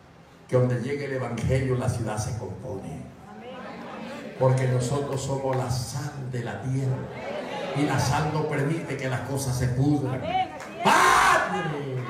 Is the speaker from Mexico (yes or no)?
no; El Salvador; born there; Porque aquí nacimos nosotros en El Salvador.